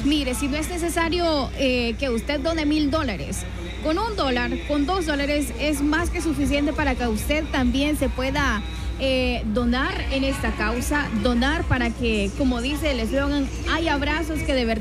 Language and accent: Spanish; El Salvador; la solidaridad que tenemos nosotros como salvadoreños